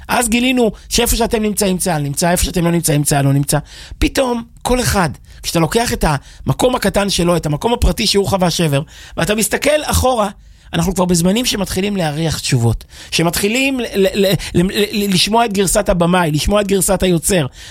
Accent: Kfar Chabad, Central District, Israel; גדלנו בכפר חבד

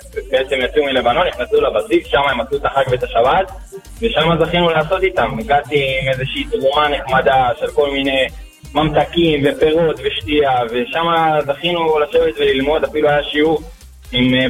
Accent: Yad Binyamin, Central District, Israel; אני מיד בנימין, ליד גדרה, קריית מלאכי.

